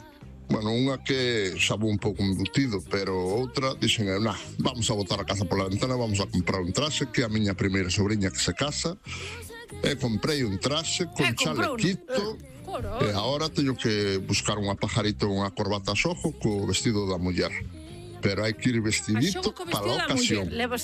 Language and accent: Galician; Vigo, Galicia, Spain; Bos días, equipo